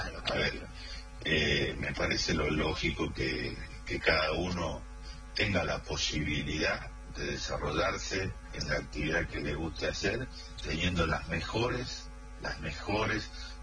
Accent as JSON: {"language": "Spanish", "country": "Argentina", "said": "Y no me gustaría, como argentino, y más allá de todo análisis que uno pueda hacer"}